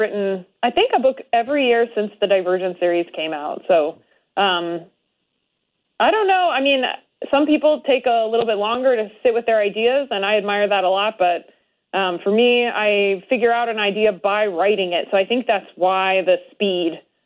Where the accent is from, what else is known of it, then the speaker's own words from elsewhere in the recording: Illinois, United States; I grew up in the suburbs of Chicago.